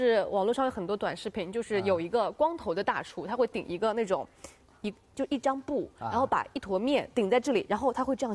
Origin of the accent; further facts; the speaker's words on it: Shanxi, China; now in Shanghai, China; 我是山西人，我是地道的北方人。